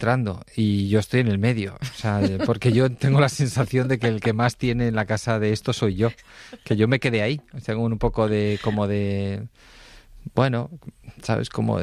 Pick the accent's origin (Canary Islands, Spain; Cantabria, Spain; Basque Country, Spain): Cantabria, Spain; Villacarriedo; estado en las fiestas de mi pueblo, en Villacarrido, también hace una semana, en la romería